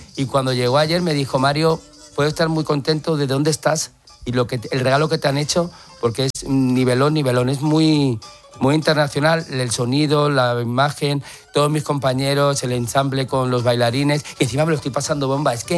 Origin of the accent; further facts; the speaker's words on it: Madrid, Community of Madrid, Spain; Soy imagen de mi ciudad, soy madrileño. Claro. Madrid no entiende de política, soy madrileño